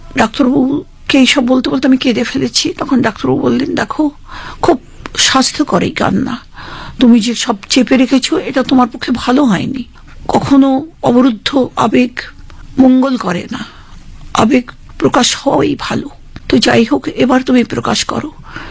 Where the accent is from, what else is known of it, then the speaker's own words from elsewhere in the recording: Bangladesh; moved away; প্রতিবেশী বলতে ওটা হিন্দু প্রধান গ্রাম যেহেতু ছিল, পাকিস্তানের 4 বছর পরে তো আমার জন্ম, তখন তো ওটা পূর্ব পাকিস্তান, তো ওখানে হিন্দুরা আর ছিলেন না প্রায়, সমস্ত ওই মালদার কুচবিহার থেকে যাওয়া মুসলমান প্রতিবেশী